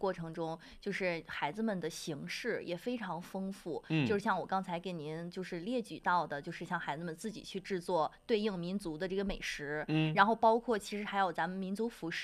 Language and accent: Chinese; Xingtai, Hebei, China